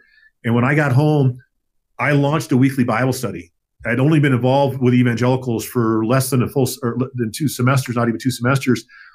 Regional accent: Ventura, California, United States; went home to my hometown in Ventura, California, and wasn't prepared to be home again.

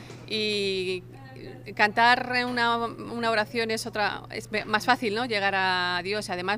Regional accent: Spain; Cuando canto y cuando hablo, canto y hablo fuerte, como buena española.

